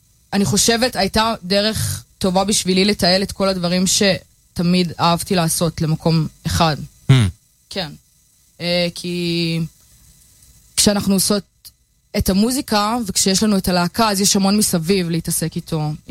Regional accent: Tzafria, Central District, Israel; moved away as an adult; also born or lived in Bat Yam / Plymouth, England; now in London, United Kingdom; במקור אני ממושב צפריה, זה מושב דתי קטן ליד שדה תעופה וליד כפר חבד. באזור גיל 13, התחיל מרד הנאורים שלי, הייתי מסתובבת בתל אביב.

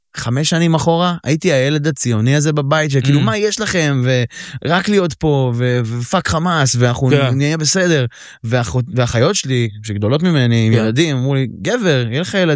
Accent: Holon, Tel Aviv District, Israel; אני גדלתי בבית גרוזיני בחולון.

